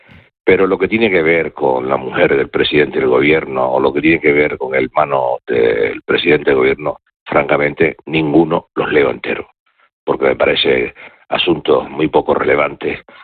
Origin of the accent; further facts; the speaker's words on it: Spain; como en general somos los españoles